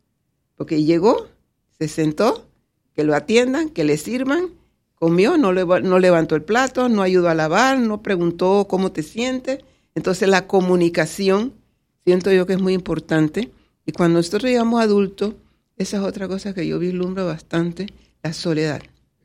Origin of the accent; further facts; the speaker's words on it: Colón, Panama; yo soy de Colón.